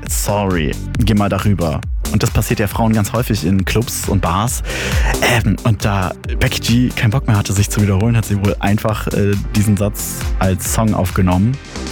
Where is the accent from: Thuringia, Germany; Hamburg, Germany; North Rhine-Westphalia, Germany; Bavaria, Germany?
Bavaria, Germany; Leute, ich komme aus Franken und da sagen wir zum heutigen Tag schöner Donnerstag.